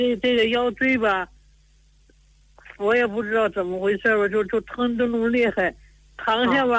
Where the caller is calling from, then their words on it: Tianjin, China; 我是天津的南开区的。